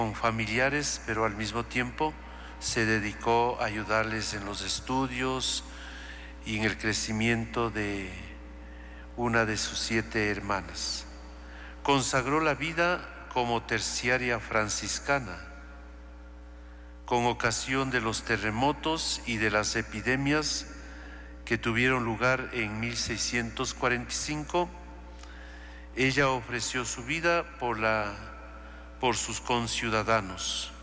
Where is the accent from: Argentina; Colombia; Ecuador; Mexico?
Ecuador; y en especial como iglesia ecuatoriana